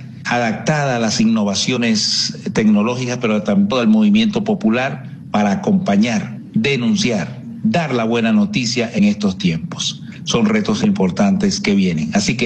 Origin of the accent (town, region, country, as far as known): Venezuela